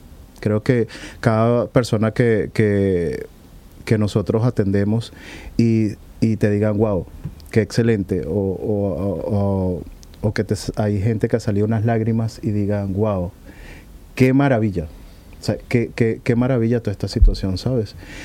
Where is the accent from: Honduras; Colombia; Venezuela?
Venezuela; now in Spain; Como migrante, soy venezolano, orgulloso de mi país, distintamente de la situación que está pasando.